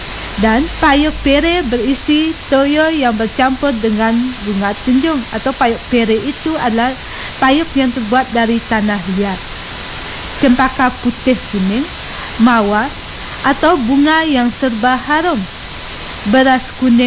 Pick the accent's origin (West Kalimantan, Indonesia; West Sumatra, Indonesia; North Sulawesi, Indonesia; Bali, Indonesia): Bali, Indonesia; Kita sebagai orang Bali tidak terlepas dari kata Banten